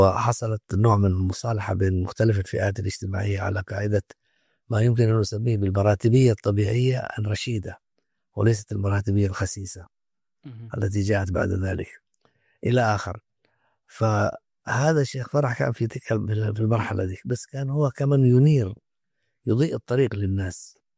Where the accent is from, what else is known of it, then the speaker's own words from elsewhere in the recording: Yemen; عندنا في اليمن